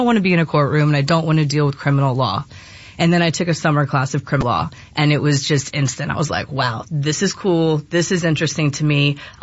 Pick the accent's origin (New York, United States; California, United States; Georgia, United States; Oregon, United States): Georgia, United States; Cobb County; also born or lived in Colorado Springs, Colorado; raised in Cobb County, not born in Cobb County.